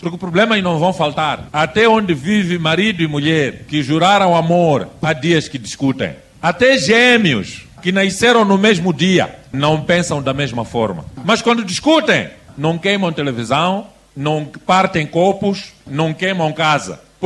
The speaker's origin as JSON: {"language": "Portuguese", "country": "Mozambique", "said": "Nós moçambicanos somos um povo de paz. Nós moçambicanos somos um povo de amor."}